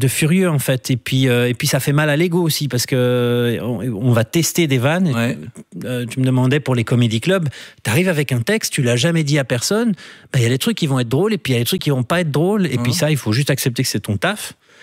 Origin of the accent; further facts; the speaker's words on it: Brussels, Brussels-Capital Region, Belgium; Moi, je suis bruxellois